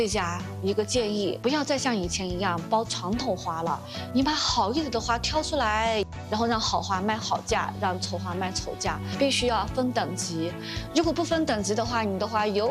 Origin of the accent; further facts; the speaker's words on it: Dali, Yunnan, China; 我来自云南大理